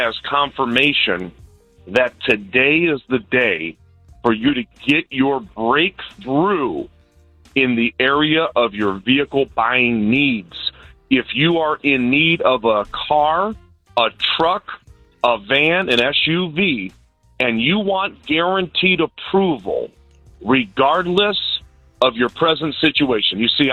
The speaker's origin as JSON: {"language": "English", "town": "Chicago", "region": "Illinois", "country": "United States", "moved": "yes", "lives_now": "Northwest Indiana, United States", "said": "many of you know that I'm from Chicago, but we reside in Northwest Indiana."}